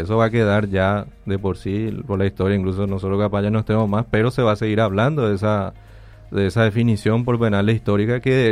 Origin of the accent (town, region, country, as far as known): Paraguay